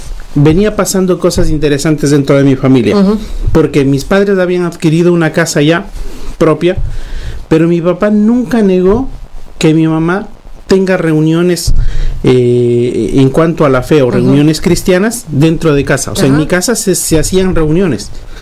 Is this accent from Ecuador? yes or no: yes; Quito, Pichincha, Ecuador; Nosotros venimos como ecuatorianos, tenemos un trasfondo católico muy fuerte, muy fuerte.